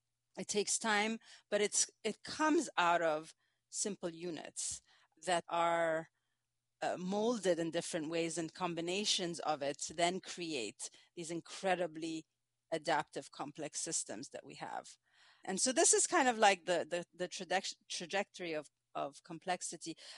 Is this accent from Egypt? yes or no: yes; Egypt; now in United States; growing up, I come from Egypt. I knew that there were, you know, a lot of different fermented products that exist in our culture. And I moved to the United States